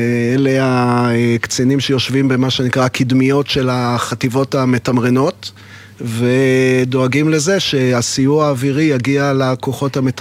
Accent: Jerusalem, Jerusalem District, Israel; אז אני יליד ירושלים. את הרומן שלי עם חיים עם צהל התחלתי בגיל 14. אני למדתי בפנימיה הצבאית בחיפה בריאלי

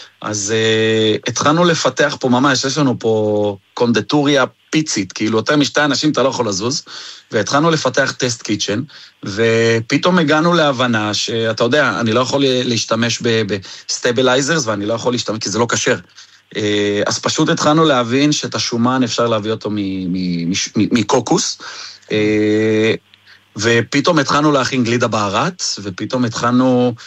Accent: Jerusalem, Jerusalem District, Israel; אנחנו ירושלמים

